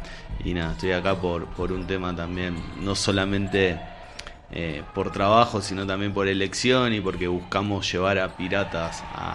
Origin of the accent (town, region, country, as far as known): Rosario, Santa Fe, Argentina